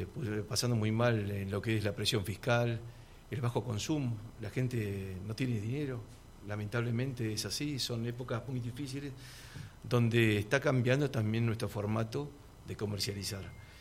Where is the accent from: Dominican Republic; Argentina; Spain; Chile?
Argentina; now in Cipolletti, Argentina; yo soy de Buenos Aires, pero hace 44 años que estoy acá, y antes estaba en el cemento, en el hormigón, y hoy en día estoy rodeado de chacras